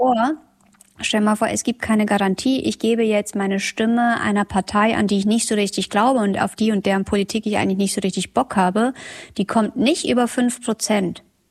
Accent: Bavaria, Germany; now in Mecklenburg-Vorpommern, Germany; wir stammen beide aus Bayern und wir leben seit einiger Zeit in MV.

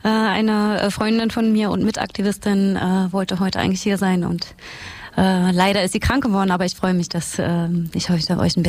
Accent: Brandenburg, Germany; bin eigentlich Brandenburgerin und bin aber auch in so einer kleinen Stadt wie diese hier aufgewachsen.

